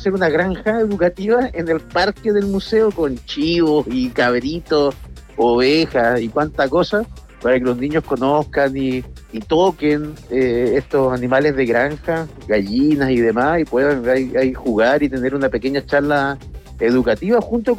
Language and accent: Spanish; Magallanes and Chilean Antarctica, Chile; now in Vicuña, Chile; Yo siendo de origen magallánico